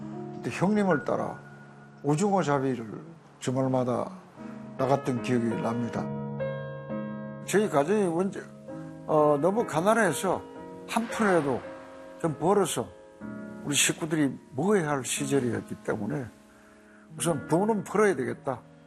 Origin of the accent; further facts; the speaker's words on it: Donghae, Gangwon, South Korea; 저 고향이 강원도 무코입니다.